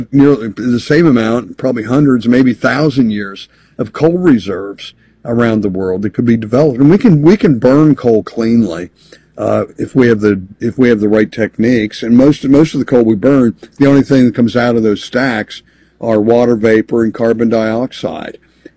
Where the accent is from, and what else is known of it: Pennsylvania, United States